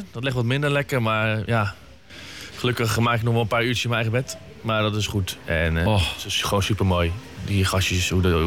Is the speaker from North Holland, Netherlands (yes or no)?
no; Westland, South Holland, Netherlands; moved away as an adult; now in The Hague, Netherlands; Dan ben ik geboren in Laakkwartier. Op het Jongbloedplein, daar in de buurt. Uiteindelijk zijn mijn ouders toen naar het Westland verhuisd. En ja, daar eigenlijk het hele leven blijven hangen. Mijn moeder zit er ook nog steeds.